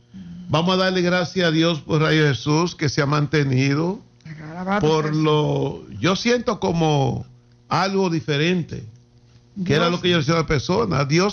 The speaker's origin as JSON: {"language": "Spanish", "region": "La Vega", "country": "Dominican Republic", "said": "Pues yo soy de La Vega."}